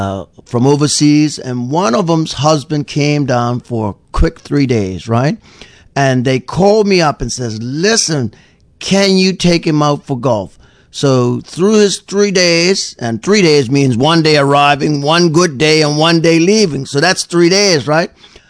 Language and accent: English; Somerset Bridge, Sandys Parish, Bermuda; in my community where I grew up there in Somerset Bridge